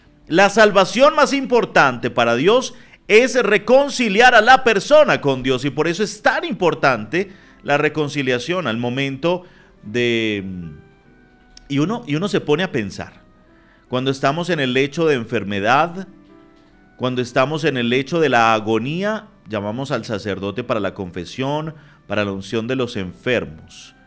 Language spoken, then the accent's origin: Spanish; Venezuela; mi reflexión personal como venezolano, mi reflexión hacia mis hermanos venezolanos